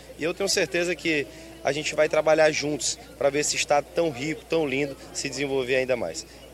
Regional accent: Colinas, Maranhão, Brazil; Eu estou aqui na minha cidade natal, cidade de Colinas, acompanhado com a minha família

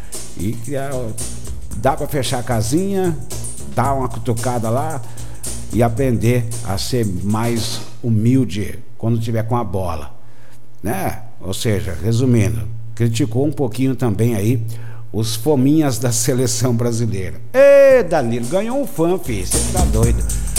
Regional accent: Brazil; Eu sou brasileiro

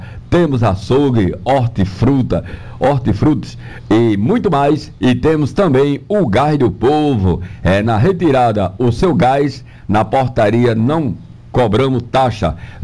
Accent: Brazil; Nós somos brasileiros, né?

